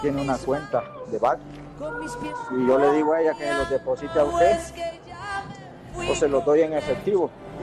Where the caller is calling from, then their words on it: Honduras; Vivo en la Brisa de Olancho por el Mall Premier.